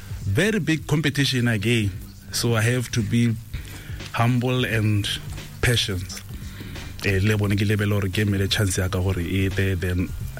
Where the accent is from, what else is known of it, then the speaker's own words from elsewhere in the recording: Kasane, Chobe District, Botswana; I was alone from Kasane.